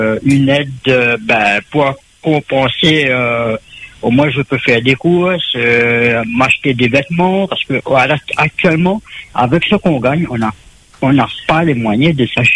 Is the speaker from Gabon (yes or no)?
no; Réunion, France; Nous, en tant que Français, en tant que Réunionnais, moi je vote.